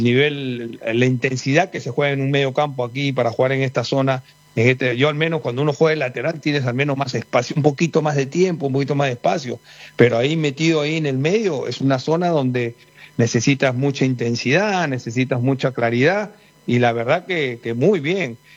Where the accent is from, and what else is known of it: Peru; now in England, United Kingdom